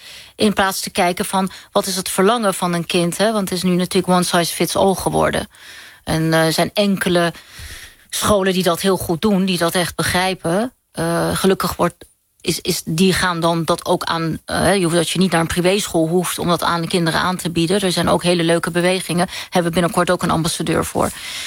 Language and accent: Dutch; The Hague, South Holland, Netherlands; Ja, en daarna zei ik altijd, ik ben geen Nederlander, maar wel een Hagenees. Dus ik heb wel verschillende invloeden en verschillende identiteiten.